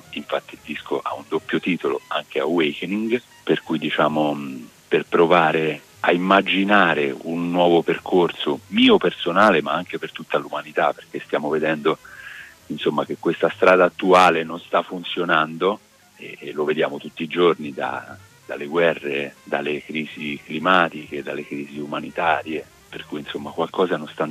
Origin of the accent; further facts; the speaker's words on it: Marche, Italy; io sono marchigiano